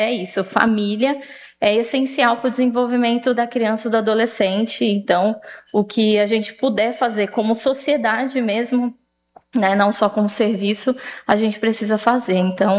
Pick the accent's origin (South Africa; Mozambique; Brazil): Brazil; Guarujá, São Paulo; coordenadora do Lar Manaim, sou lá do Guarujá